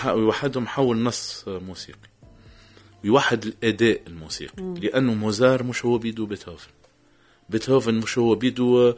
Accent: Tunisia

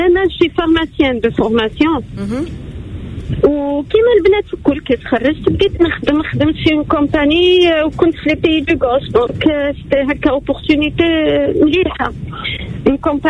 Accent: Algeria; now in Tunisia; اي انا جزائريه وعايشه في تونس.

